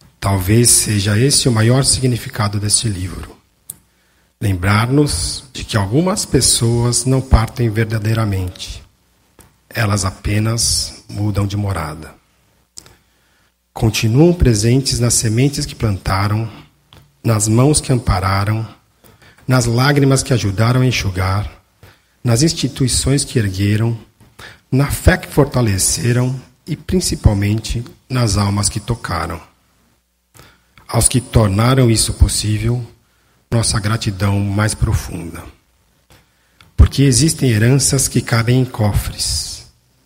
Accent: São Paulo, Brazil; accent: paulista; meu sotaque é paulista, eu sou japonês, mas

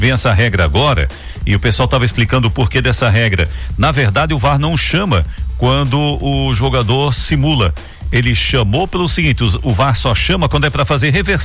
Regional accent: Brazil; Eu tô torcendo como brasileiro

